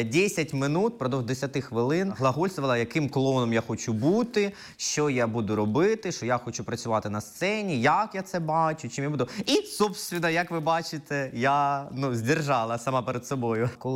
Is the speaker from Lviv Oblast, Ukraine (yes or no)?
no; Kropyvnytskyi, Kirovohrad Oblast, Ukraine; Ні, я з Кропивницького.